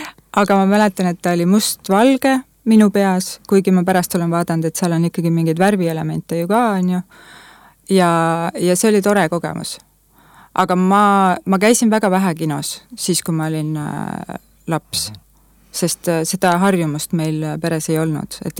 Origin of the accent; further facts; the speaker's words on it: Kohtla-Järve, Ida-Viru County, Estonia; ma olen Kohtla-Järvelt pärit